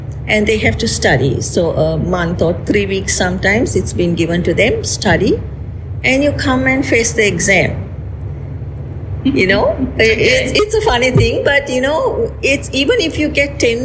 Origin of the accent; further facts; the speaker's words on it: Colombo, Western Province, Sri Lanka; moved away as an adult; now in Batticaloa, Sri Lanka; I'm from Colombo.